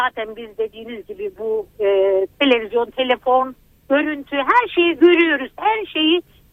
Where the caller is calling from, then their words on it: Izmir, İzmir, Turkey; Ben İzmir'den arıyorum sizi.